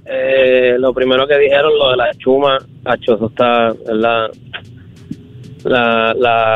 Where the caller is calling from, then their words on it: Puerto Rico; Boricua, somos boricuas